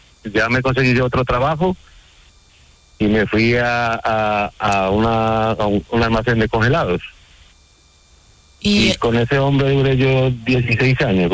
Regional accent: Colombia; now in Spain; Yo de Colombia.

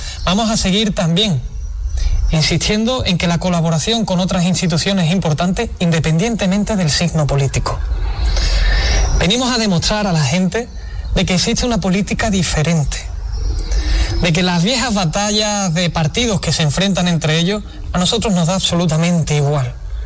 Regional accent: Spain; yo, que soy del Barrio Bajo

